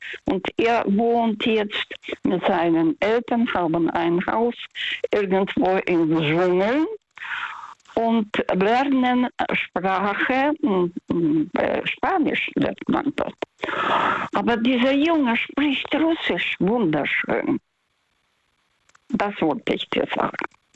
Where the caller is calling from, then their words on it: Baden-Württemberg, Germany; Ich bin ja aus Süd, Süd, Landkreis Karlsruhe.